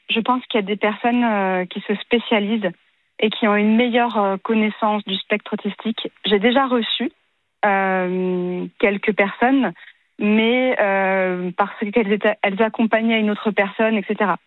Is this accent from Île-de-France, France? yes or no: yes; Maisons-Laffitte, Île-de-France, France; J'ai grandi à Maisons-Lafitte, en région parisienne